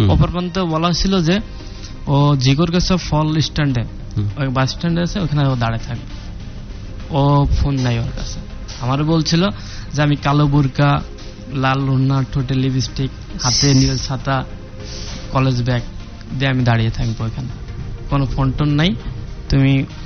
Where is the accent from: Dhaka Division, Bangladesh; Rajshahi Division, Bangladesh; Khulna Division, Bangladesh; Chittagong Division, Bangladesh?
Khulna Division, Bangladesh; Magura District; আর আমার বাড়ি ছিল মাগুরা ডিস্ট্রিক্টে